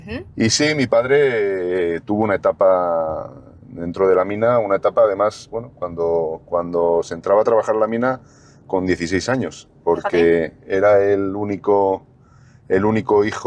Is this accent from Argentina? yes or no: no; León, Castile and León, Spain; born there; also born or lived in Mexico / Villasimpliz de Gordón